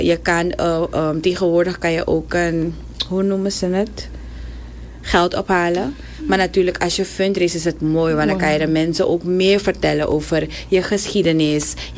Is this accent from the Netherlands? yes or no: no; Suriname; En daarom vind ik het ook heel belangrijk dat wij als Surinamers die taal ook hoog houden.